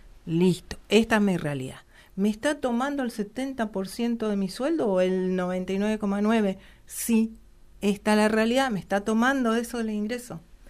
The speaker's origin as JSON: {"language": "Spanish", "town": "Puerto Rico", "region": "Misiones", "country": "Argentina", "said": "nosotros uh-huh. que somos de Puerto Rico."}